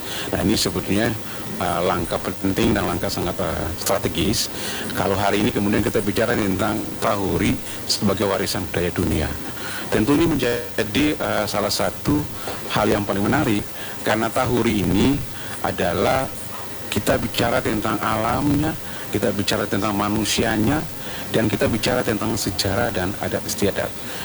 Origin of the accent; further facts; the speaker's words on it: Maluku, Indonesia; Tapi kemudian karena lokal jenisnya kita ya, orang Maluku, kemudian itu bisa dibuat menjadi salah satu alat musik tradisi.